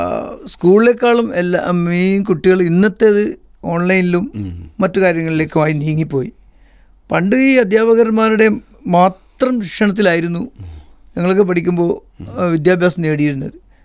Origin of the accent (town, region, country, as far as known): the island, Lakshadweep, India; born or raised there